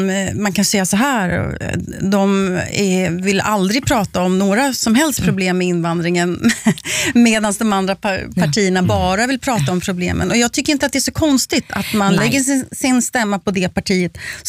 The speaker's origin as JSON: {"language": "Swedish", "country": "Sweden"}